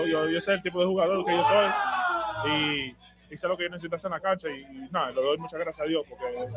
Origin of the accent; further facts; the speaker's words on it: Dominican Republic; soy dominicano